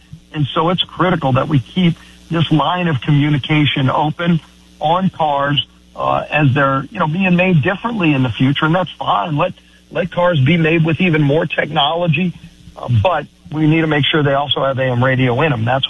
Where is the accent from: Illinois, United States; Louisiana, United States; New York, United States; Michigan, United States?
Louisiana, United States; New Orleans; I mean, look, I come from New Orleans.